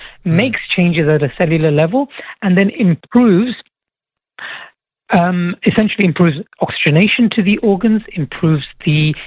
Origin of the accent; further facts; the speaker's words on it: England, United Kingdom; So I'm from England, so naturally part of me will support England.